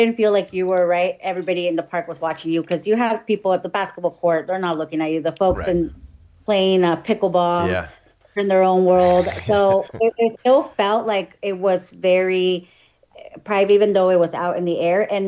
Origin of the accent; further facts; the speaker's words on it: Sonoma Valley, the Springs, California, United States; growing up in Sonoma Valley in the Springs, Larson Park was like my community park growing up in the 90s